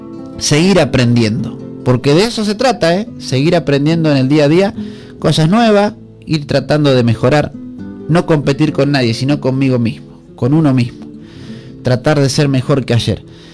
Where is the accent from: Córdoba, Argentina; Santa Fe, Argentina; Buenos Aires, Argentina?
Buenos Aires, Argentina; San Manuel; born there; Y estábamos en San Manuel, tenía 15 años yo.